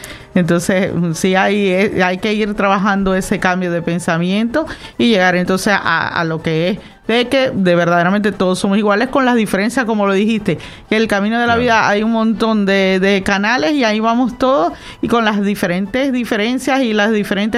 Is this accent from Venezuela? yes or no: yes; Venezuela; moved away as an adult; now in Canary Islands, Spain; yo no soy canaria, soy venezolana y tengo apenas 7 años en Canarias